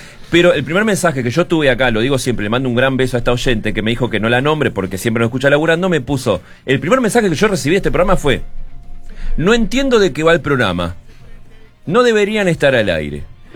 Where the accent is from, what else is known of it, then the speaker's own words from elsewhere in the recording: Uruguay; ya como uruguayos sabemos de qué se trata.